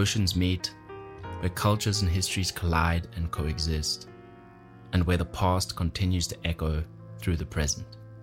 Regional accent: South Africa; Growing up in Oyikayib as a colored South African, I was often told what I was, but never how I came to be.

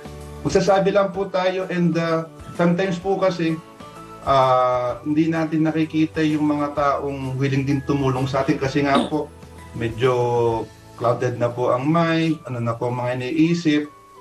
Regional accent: Cardona, Calabarzon, Philippines; kami po ay taga Cardonan, Binangonan.

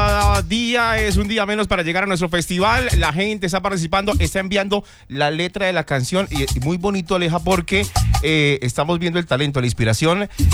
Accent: Colombia; en nuestra tierra, en lo que somos como colombianos

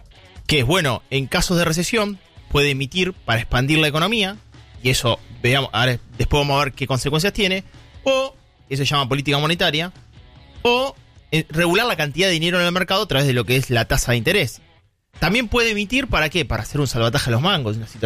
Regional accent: Argentina

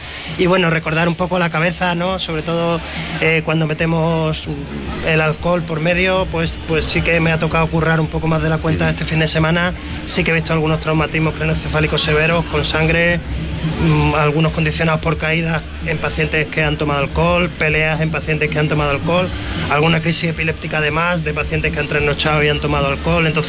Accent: Andalusia, Spain; now in Logroño, Spain; mi casa de Andalucía también, como andaluz que soy

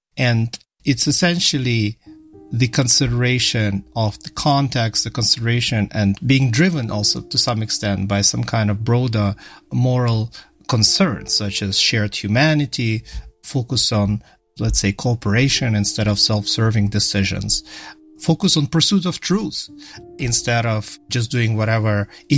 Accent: Ukraine; You know, it's been 5 years since we moved from Ukraine. At that time, we didn't have a single vacation.

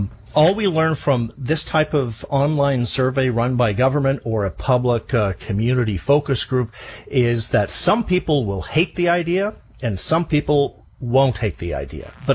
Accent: British Columbia, Canada; I grew up in British Columbia. It was quite clear to me then that very few benefits ever made it over the Rocky Mountains into British Columbia from the big money pot in Ottawa.

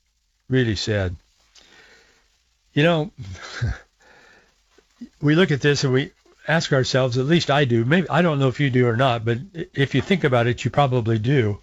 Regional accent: Yakima, Washington, United States; I was born in Yakima, and she in Yakima Valley, but we lived there, and our parents were friends, and our grandparents were friends

